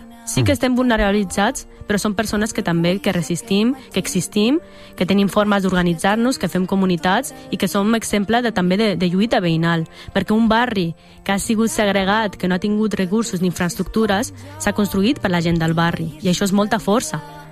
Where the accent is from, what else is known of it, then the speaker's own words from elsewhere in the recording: Catalonia, Spain; jo he crescut i visc allà, al barri de la Mina, i bàsicament forma part del que soc, no? Quan em pregunta d'on ets... Abans potser et dic que soc del barri de la Mina, que et dic que soc del pares marroquins o de Barcelona